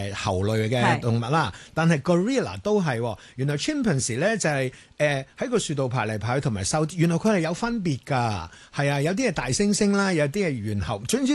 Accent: Hong Kong; 但好像跟我们香港人好像距离很远。

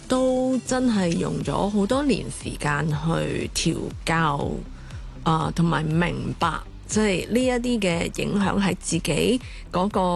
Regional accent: China; 咁我哋中國人社會就係唔讚自己㗎嘛

